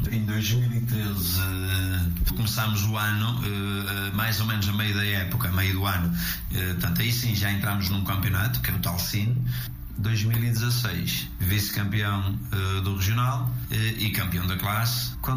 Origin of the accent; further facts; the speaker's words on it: Marco de Canaveses, Norte, Portugal; born there; como sou um piloto da terra, como nasci cá, tento fazer mais ou menos o que posso pela terra